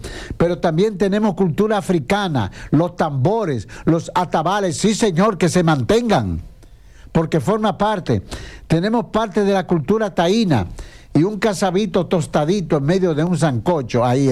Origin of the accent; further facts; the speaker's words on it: Dominican Republic; Tenemos lo que somos nosotros como dominicanos. Cultura, tradición, sí señor. La herencia española, hablamos español. Tenemos la fe cristiana